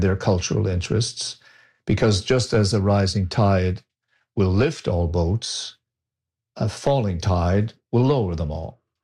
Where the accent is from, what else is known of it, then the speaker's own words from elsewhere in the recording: Newfoundland and Labrador, Canada; as a Newfoundlander